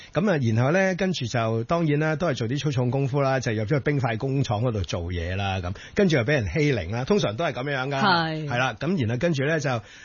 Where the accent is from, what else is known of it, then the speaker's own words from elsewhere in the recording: Hong Kong; 我記得我以前喺外國讀書嘅時候咧，一去到外國任何一個外國地方啊，啲人話你邊度嚟嘅？我香港。